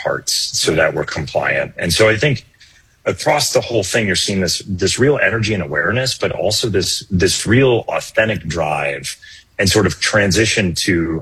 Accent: Michigan, United States; even seeing the revitalization of Detroit, because I grew up in Michigan, like downtown started to come back

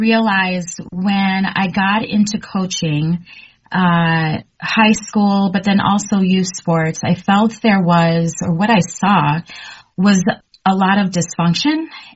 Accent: Florida, United States; moved away as an adult; I am actually originally from Florida, went to a small Christian school, K through 12

